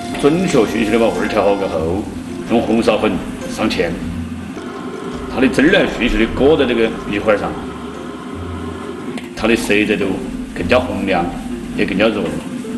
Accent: Laifeng, Chongqing, China; 我呢是一个土生土长的来凤人， … 今年呢已经49岁了，我在这个住了30多年了，从86年开始

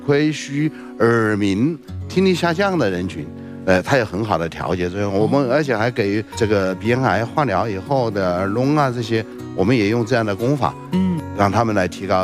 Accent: China; 我们中国人对这个肾虚这个概念都是非常重视的，对吧？

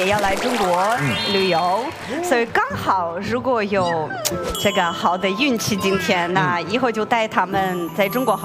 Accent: Ukraine; Chinese is a second language; now in Beijing, China; 我来自乌克兰，我是中华卫视驻华记者，在北京有9年，但是我从6岁学中文。

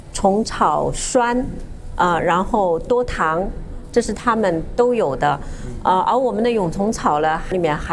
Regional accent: China

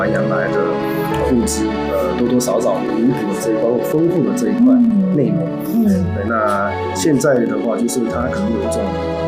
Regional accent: Fujian, China; 其实是我们闽南人。

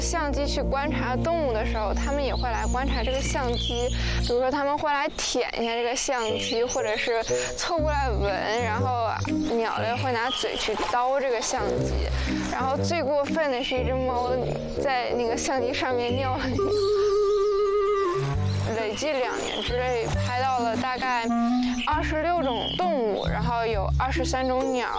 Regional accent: Beijing, China; 我小的时候就住在玉渊潭边上

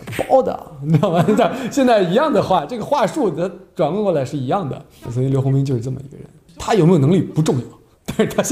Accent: Xi'an, Shaanxi, China; moved away; 我小时候在西安的时候

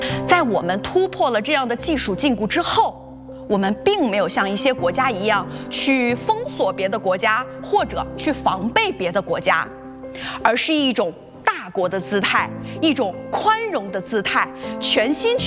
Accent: China

